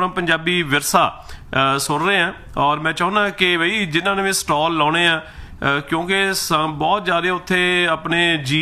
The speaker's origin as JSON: {"language": "Punjabi", "town": "Nakodar", "region": "Punjab", "country": "India", "moved": "yes", "said": "ਮੈਂ ਤਾਂ ਨਕੋਦਰ ਤੋਂ ਆ"}